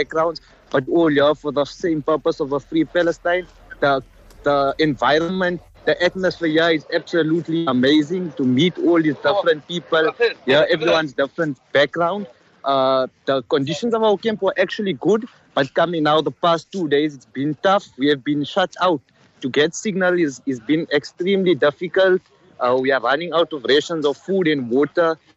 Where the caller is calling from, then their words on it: Sirte, Sirte District, Libya; we are just outside Sirte, outside on the west, maybe about 30 kilometers out from Sirte, Libya.